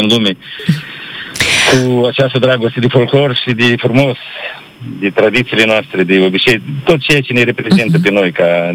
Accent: Călărași District, Moldova; Desigur că acest cântec reprezintă zona noastră a raionului Călăraș, a satului meu drag, a zonei este de centru a Codrilor.

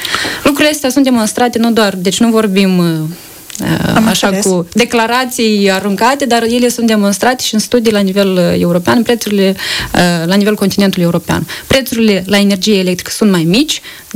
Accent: Moldova

